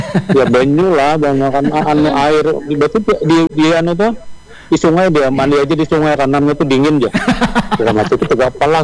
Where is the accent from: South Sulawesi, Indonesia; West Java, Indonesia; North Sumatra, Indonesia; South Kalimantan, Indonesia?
South Kalimantan, Indonesia; Banjar; first language Banjar; Indonesian is a second language; aku nih orang Banjar asli.